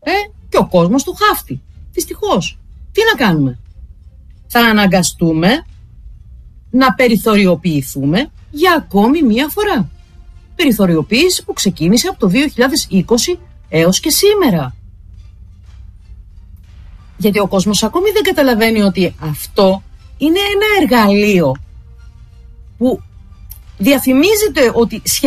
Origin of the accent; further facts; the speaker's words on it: Greece; born there; Και ότι είμαι τυχερή που έχω γεννήθηκα στην Ελλάδα που έχει ήλιο και καλό καιρό.